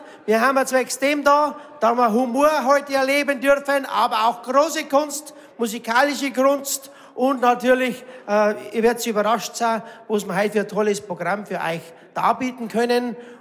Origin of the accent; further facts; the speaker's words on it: Bavaria, Germany; accent: Upper Palatinate; Und jetzt sage ich es auf Oberpfälzisch, weil ich bin ein Oberpfälzer.